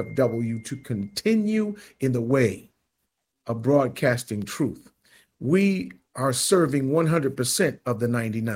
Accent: Washington, District of Columbia, United States; born there; moved away as an adult; now in Arkansas, United States; a Washingtonian of some long standing. I didn't get to Washington until I was 8 years old. It was in the 1960s, back in 1960s.

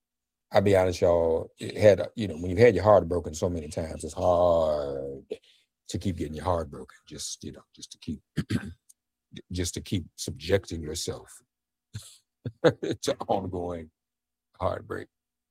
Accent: Nashville, Tennessee, United States; also born or lived in Washington, D.C.; You all knew I was born in Washington, D.C., raised in Nashville, would come to spend summers in D.C.

